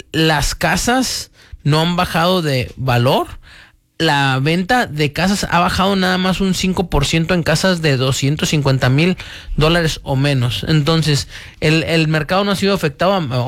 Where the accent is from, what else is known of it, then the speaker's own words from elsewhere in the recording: Mexico; now in United States; desde que venimos de México, sabemos que corremos ese riesgo